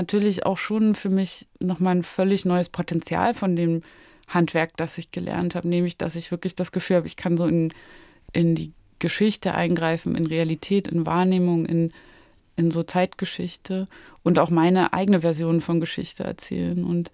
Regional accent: Zwickau, Saxony, Germany; Also das, was ich dachte, was Zwickau ist oder der Ort, wo ich aufgewachsen bin oder die Orte, die ich dachte zu kennen, die Menschen, die ich dachte zu kennen.

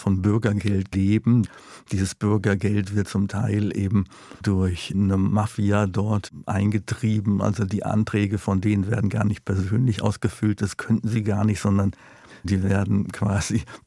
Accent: Duisburg, North Rhine-Westphalia, Germany; In Duisburg ist es gerade auch in den Straßen, wo ich aufgewachsen bin, extrem.

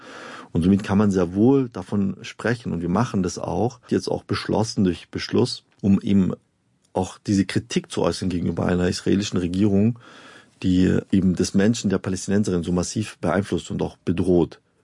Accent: Stuttgart, Baden-Württemberg, Germany; ich komme ja aus Stuttgart

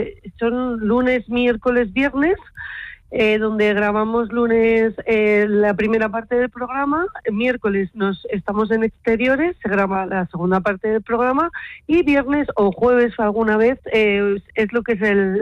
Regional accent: La Rioja, Spain; Bueno, pues el menú estaba inspirado en mi tierra, La Rioja

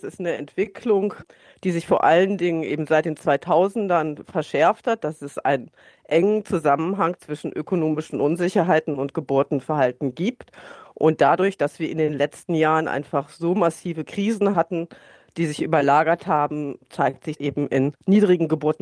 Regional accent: Berlin, Germany; ich komme aus Berlin

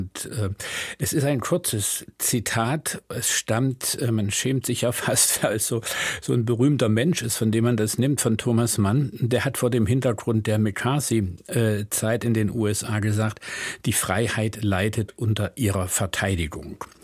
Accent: East Germany, Germany; Ich bin ja im Osten groß geworden

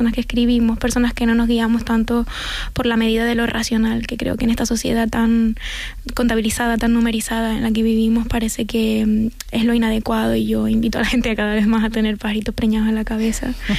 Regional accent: Canary Islands, Spain; siento que nos han contado siempre desde dentro y fuera de Canarias que nuestra forma de hablar es inadecuada y le tenemos que corregir

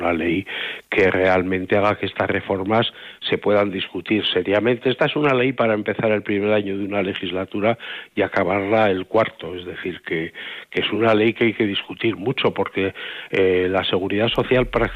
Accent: Burgos, Castile and León, Spain; Yo soy de Burgos, recuerdo aquello que contaban del Cid, de que había ganado una batalla después de muerto

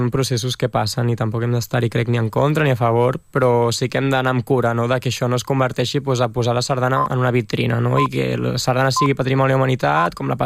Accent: Catalonia, Spain; com a catalans

